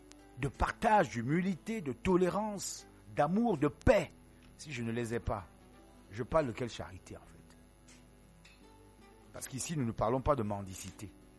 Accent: Cameroon; chez nous au Cameroun

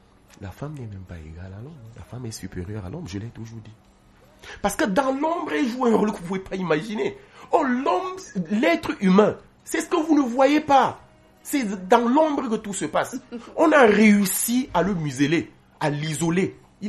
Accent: Cameroon

